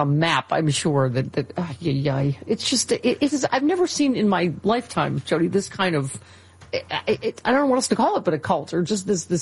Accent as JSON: {"language": "English", "town": "Lockport", "region": "New York", "country": "United States", "tie": "born or raised there", "said": "This is from my hometown. There's nothing like hometown love from Lackport."}